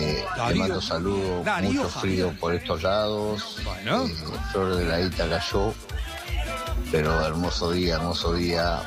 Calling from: General Pinto, Buenos Aires Province, Argentina; Soy de General Pinto, provincia de Buenos Aires. General Pinto.

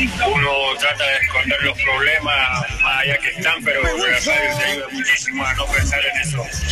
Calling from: San Rafael, Mendoza, Argentina; te habla acá de San Rafael Mendoza.

